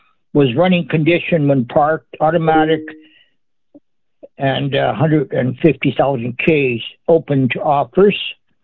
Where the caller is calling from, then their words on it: Lorette, Manitoba, Canada; Lorette area.